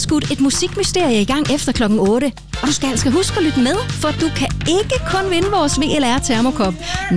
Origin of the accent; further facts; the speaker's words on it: Kolding, Region of Southern Denmark, Denmark; Jeg kommer fra Kolding.